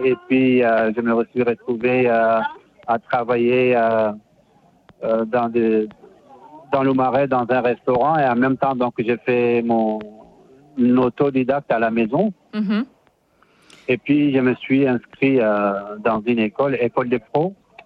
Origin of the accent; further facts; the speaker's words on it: Faya-Largeau, Borkou, Chad; moved away as an adult; also born or lived in Algeria / Montpellier, France; now in Paris, France; moi, je viens du nord du Tchad. Donc je fais partie d'une famille nomade sédentarisée. Mm-hmm. Et puis j'ai fait mes études à Faye, à Largeau, dans le nord du Tchad.